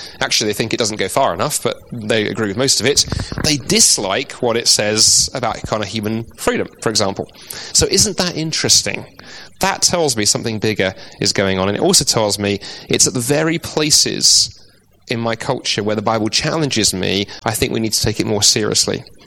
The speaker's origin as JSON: {"language": "English", "region": "England", "country": "United Kingdom"}